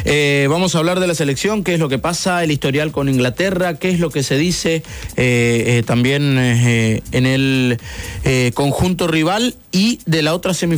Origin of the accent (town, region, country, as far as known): Argentina